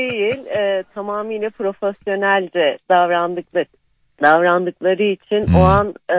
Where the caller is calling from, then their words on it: Gaziantep, Turkey; ben Gaziantep'ten arıyorum